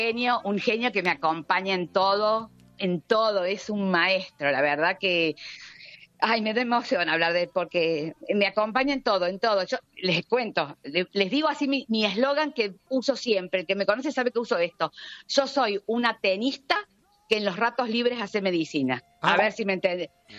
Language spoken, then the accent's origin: Spanish; Río Cuarto, Córdoba, Argentina; now in Pilar, Argentina; Nací en Río Cuarto, me crié